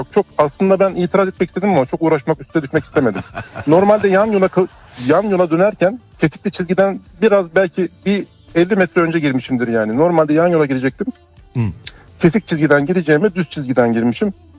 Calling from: Antalya, Turkey; Antalya'dan.

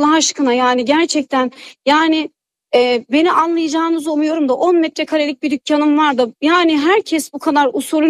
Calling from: Muğla, Turkey; ben Muğla'dayım.

